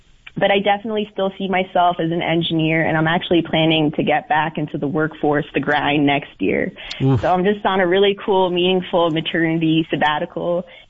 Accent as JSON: {"language": "English", "town": "Windsor", "region": "Ontario", "country": "Canada", "tie": "born or raised there", "moved": "yes", "said": "I grew up in Windsor"}